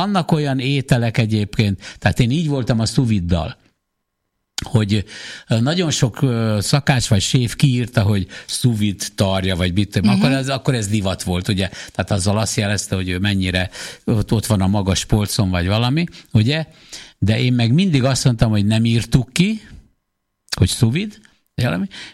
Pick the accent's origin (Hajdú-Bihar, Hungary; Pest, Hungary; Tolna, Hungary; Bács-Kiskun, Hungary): Tolna, Hungary; Paks; amikor fiatal voltam, akkor ott Pakson